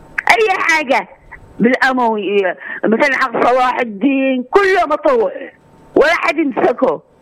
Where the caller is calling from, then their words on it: Aden, Yemen; عندنا بالمنصورة في مسجد من زمان اسمه مسجد النصر، قديم قديم لأبعد الحدود